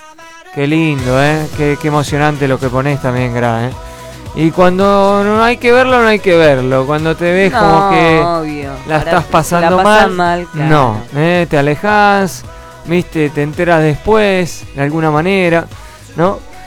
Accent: Argentina; Y somos argentinos, ¿no?

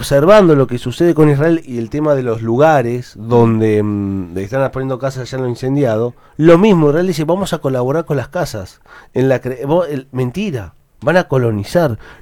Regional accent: Venezuela; Venezuela no puede, como venezolano, no van a pasar un país. Como venezolano, pues están.

